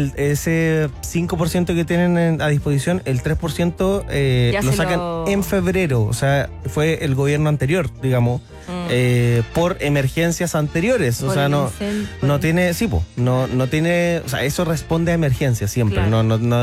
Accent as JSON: {"language": "Spanish", "town": "Viña del Mar", "region": "Valparaíso", "country": "Chile", "tie": "born or raised there", "said": "Nací en Viña del Mar y toda mi vida he vivido allá"}